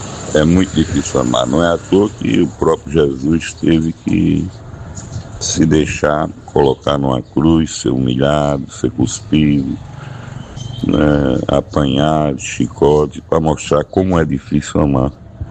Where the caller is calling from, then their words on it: Sousa, Paraíba, Brazil; Estou falando aqui de Souza, Paraíba.